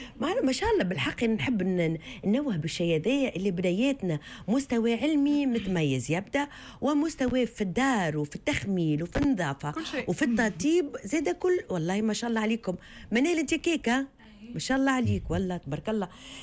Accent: Tunisia

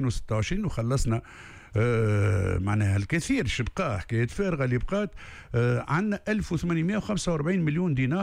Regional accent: Tunisia; من أهم الجبال اللي عندنا في تونس.

